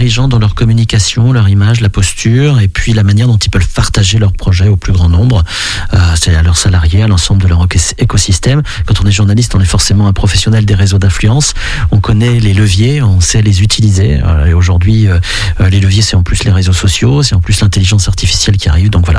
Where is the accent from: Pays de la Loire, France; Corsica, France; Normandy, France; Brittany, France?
Brittany, France; Crozon; also born or lived in Paris region; now in Vendée, France; je suis de Crozon même, comme on dit, dans mon Finistère, et je tiens aussi à ces racines-là qui sont vraiment très importantes pour moi